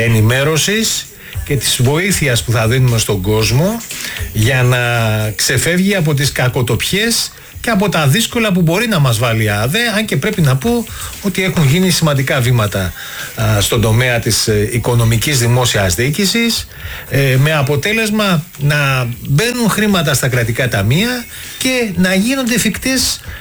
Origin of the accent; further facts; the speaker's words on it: Greece; είμαστε Έλληνες